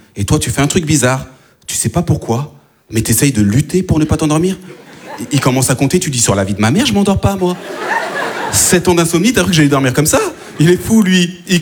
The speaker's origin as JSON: {"language": "French", "country": "France", "tie": "born there", "said": "Je lui dis non madame, je suis pantillais, je suis d'origine malienne. Elle me dit c'est bizarre parce que vous parlez bien français. J'ai dit madame, si je parle bien français, c'est peut-être parce que je suis né en France"}